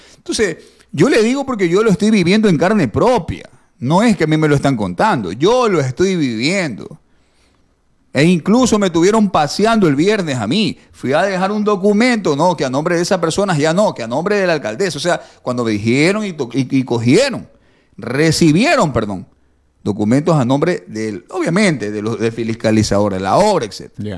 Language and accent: Spanish; Machala, El Oro, Ecuador; born there; gracias a Dios soy machaleño de nacimiento